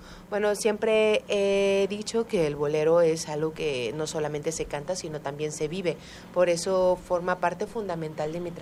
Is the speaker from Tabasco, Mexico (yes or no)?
yes; Tabasco, Mexico; el poder estar lejos de mi tierra hizo también extrañar muchísimo